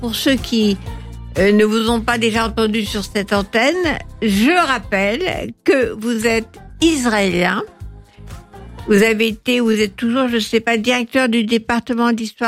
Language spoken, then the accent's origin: French; France; comme nous on peut le faire en tant que Français.